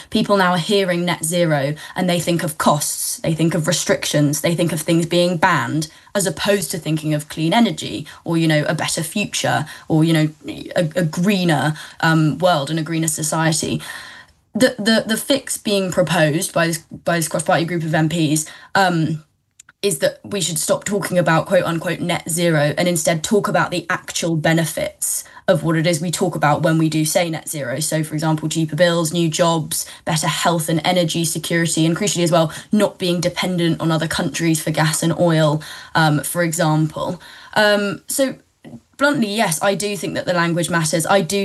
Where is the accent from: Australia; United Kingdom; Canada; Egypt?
United Kingdom; first language English; Brits is that we're so shockingly monolingual.